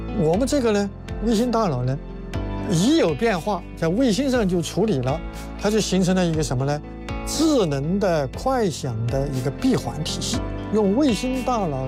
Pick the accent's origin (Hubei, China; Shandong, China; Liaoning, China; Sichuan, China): Sichuan, China; Mianyang; 我出生在四川省绵阳，我的家乡呢，丰谷镇呢，也产井盐。